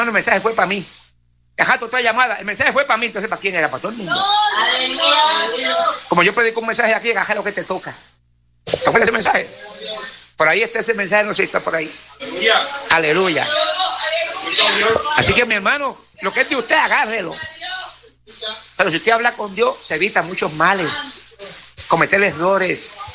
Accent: Puerto Rico; moved away; Antes era Puerto Rico.

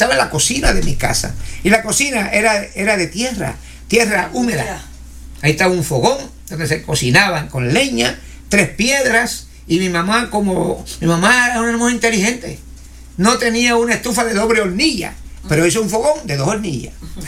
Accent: Puerto Rico; now in Pennsylvania, United States; no solamente en mi patria, en mi país Puerto Rico, sino en otros lugares del mundo. Y ahora estamos establecidos aquí en Pensilvania, en los Estados Unidos

